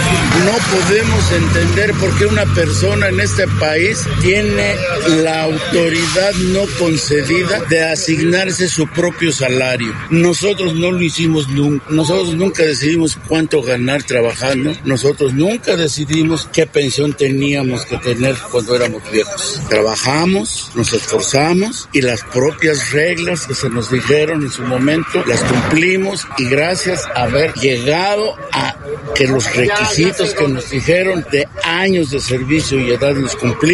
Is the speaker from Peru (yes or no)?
no; Mexico; porque somos mexicanos